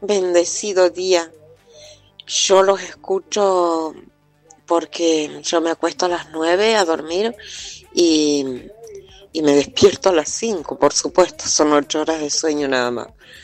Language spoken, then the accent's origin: Spanish; Neuquén, Argentina; also born or lived in Río Negro; Amo Río Negro, aunque soy neuquina, amo Río Negro. Viví 11 años allá y ahora con la esperanza de volver a vivir allá en breve, porque amo el mar.